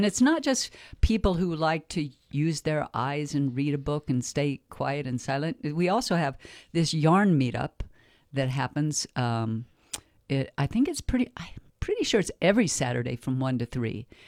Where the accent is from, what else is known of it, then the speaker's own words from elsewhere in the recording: Durango, Colorado, United States; I'm from Durango